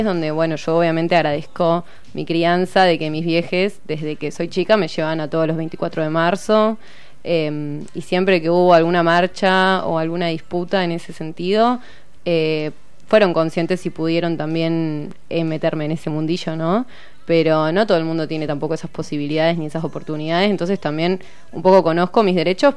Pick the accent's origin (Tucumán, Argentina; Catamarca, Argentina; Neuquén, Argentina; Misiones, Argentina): Neuquén, Argentina; Plaza Huincul; moved away as an adult; now in La Plata, Argentina; yo soy de Plaza Huincul, un pueblo de Neuquén